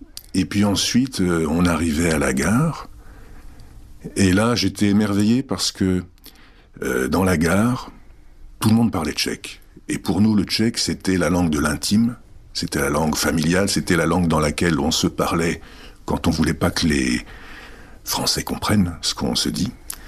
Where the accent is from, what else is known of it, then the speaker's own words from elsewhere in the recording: France; born there; first language Czech; French is a second language; also born or lived in Czechoslovakia; à la maison, on parlait tchèque, donc il y avait d'abord la langue, qui était ma langue maternelle. Moi, je suis donc arrivé en France, j'avais un an et demi.